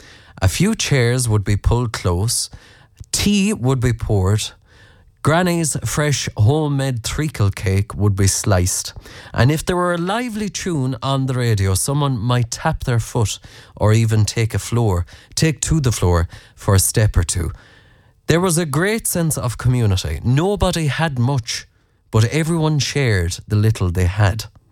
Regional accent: Connacht, Ireland; But I was born in North Mayo back in the late 50s. I listen to your Friday night country music show every week, and I can honestly say it brings me closer to home more than anything else I know. I grew up on a small farm in Mayo

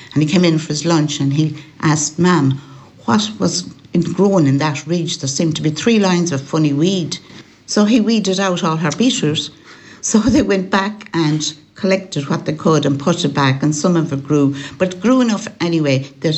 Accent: Connacht, Ireland; also born or lived in Tuam; Yes, I'm a Galway girl. I was born in Tuam and I grew up in Bundarrachaleen in County Galway, which actually is inside the border of Mayo.

